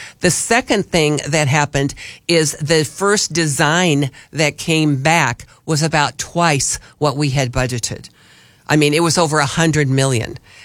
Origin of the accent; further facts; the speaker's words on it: Wood River, Illinois, United States; moved away; I grew up in Wood River, Illinois, which is right there along where the Mississippi River is, and the Missouri River too.